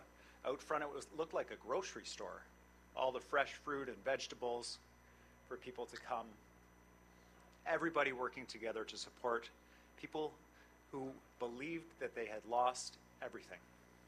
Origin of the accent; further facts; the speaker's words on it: British Columbia, Canada; The community came together, of course, in Penticton to support, because that's what we do as British Columbians.